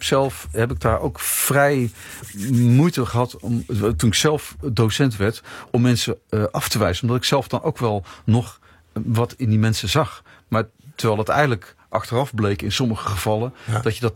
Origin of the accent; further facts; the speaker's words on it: North Brabant, Netherlands; moved away as an adult; also born or lived in Rotterdam; Ik kwam echt extra uit Brabant zo naar de grote stad.